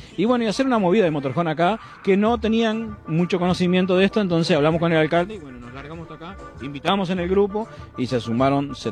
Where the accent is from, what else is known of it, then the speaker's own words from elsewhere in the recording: Montevideo, Uruguay; also born or lived in Durazno; Yo nací en Durazno, pero me crié en Montevideo.